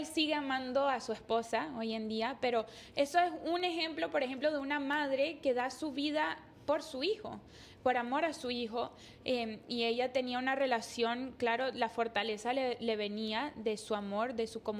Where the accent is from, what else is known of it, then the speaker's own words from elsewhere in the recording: Miami, Florida, United States; born there; Mis papás son de Colombia y ellos se mudan antes de que existiera yo, aquí a Miami con mis 3 hermanos